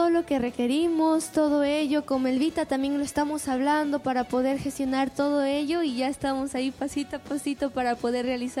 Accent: Huanta, Ayacucho, Peru; mi tierra de Huanta, Ayacucho

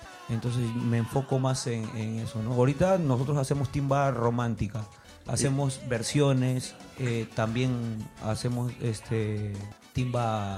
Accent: La Victoria, Lima, Peru; Yo soy de La Victoria.

